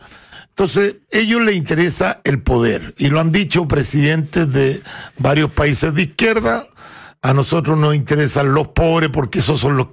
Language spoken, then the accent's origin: Spanish; Chile